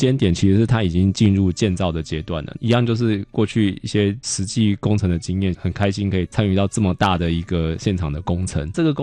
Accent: Taiwan; 虽然说我在台湾长大，然后我只离开了一阵子又回来

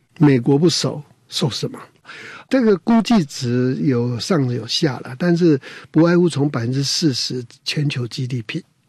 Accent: Taiwan; 那我们台湾人不应该被这个骗的。

